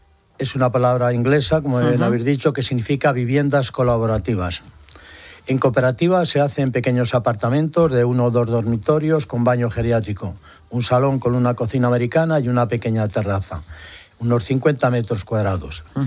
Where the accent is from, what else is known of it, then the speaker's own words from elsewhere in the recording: Aranda de Duero, Castile and León, Spain; En mi pueblo, en Aranda de Duero